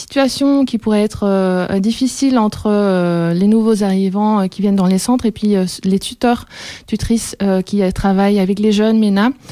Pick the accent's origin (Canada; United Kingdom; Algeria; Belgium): Belgium; Brussels, Brussels-Capital Region; Mais moi, je ne suis pas de l'Afghanistan, je suis justement de Bruxelles. Danoise-italienne